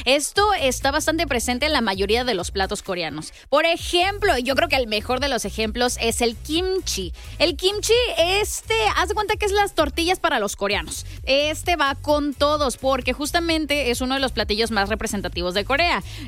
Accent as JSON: {"language": "Spanish", "town": "Monterrey", "region": "Nuevo León", "country": "Mexico", "said": "nosotros como regios nos encanta la carne."}